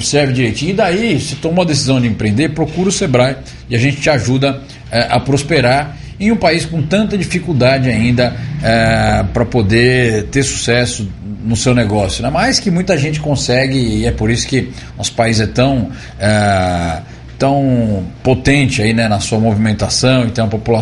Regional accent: Itápolis, São Paulo, Brazil; eu tenho muito orgulho de ter caminhado desde muito pequeno aqui em Taquaritinga com meu pai. Nós somos aqui de Itápolis, né? Aqui da cidade vizinha, desde muito novo aqui em Taquaritinga

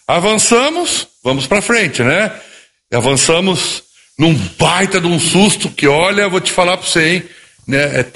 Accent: Brazil; eu sou brasileiro

